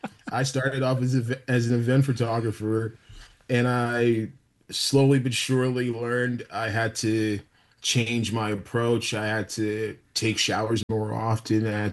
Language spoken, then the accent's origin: English; New York City, New York, United States; moved away as an adult; now in Florida, United States; growing up in New York City